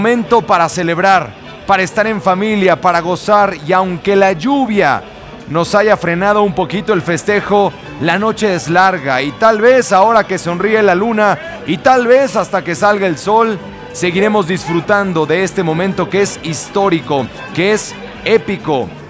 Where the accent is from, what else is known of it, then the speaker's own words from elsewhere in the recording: Mexico; Qué emoción vivir este momento como mexicanos